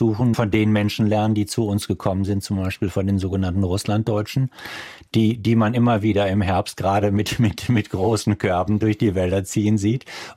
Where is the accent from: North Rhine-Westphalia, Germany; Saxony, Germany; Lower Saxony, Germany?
North Rhine-Westphalia, Germany; ich komme aus dem Dorf im Sauerland, gibt es bei uns wirklich was zu finden?